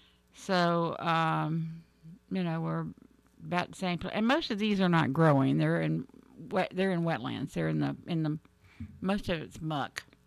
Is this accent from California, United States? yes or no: no; Florida, United States; We grew up in South Florida. Nobody had air conditioning.